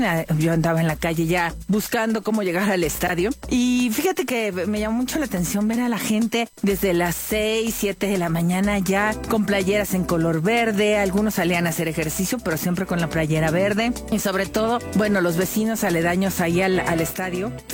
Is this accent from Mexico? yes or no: yes; Mexico